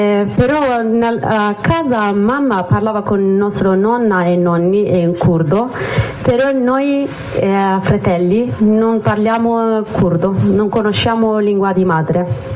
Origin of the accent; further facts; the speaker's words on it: Kurdistan, Turkey; Italian is a second language; moved away as an adult; now in Italy; E tu dici che vengo dalla Kurdistan. Però in Turchia questo non esiste.